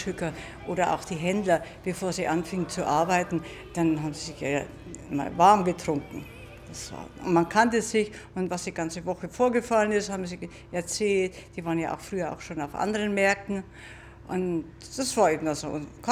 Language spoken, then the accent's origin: German; Bavaria, Germany; accent: Bavarian; first language Bavarian; now in Hamburg, Germany; Ich als Bayerin